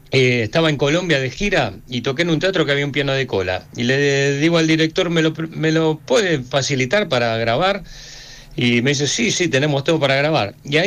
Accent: Buenos Aires, Argentina; Y yo soy de Villa Soldati, no había un piano en el barrio

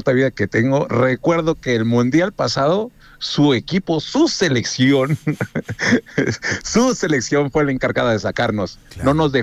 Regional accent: Mexico; los mexicanos somos chingones, como dirían acá

